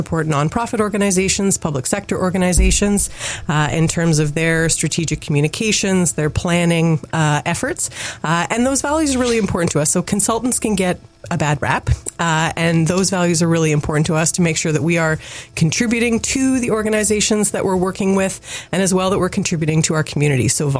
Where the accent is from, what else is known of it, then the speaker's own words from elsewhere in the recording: Cochrane, Ontario, Canada; which we always had on the background when we were growing up in Cochrane in Northern Ontario.